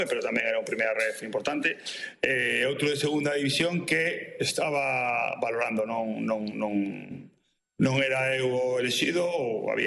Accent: Ourense, Galicia, Spain; Non me podo comparar en ourensanismo a esa xente, pero son de Ourense, son ourensanista, obviamente, por lo que vivín. Eu iba con meu pai ao Couto nos 80.

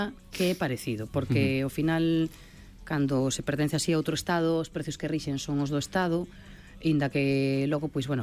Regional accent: Galicia, Spain; pero que sendo español e galego, pois, é moi

